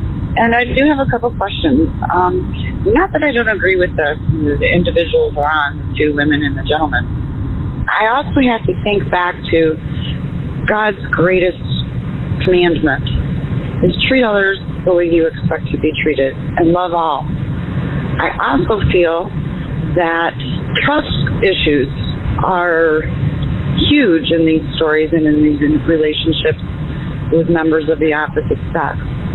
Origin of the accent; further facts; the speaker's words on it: Michigan, United States; Good afternoon. … I am from Michigan.